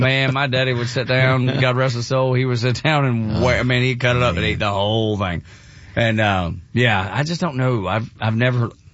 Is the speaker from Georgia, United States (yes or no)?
yes; Georgia, United States; I'm from Northwest Georgia and we love yeah, fried yeah, chicken.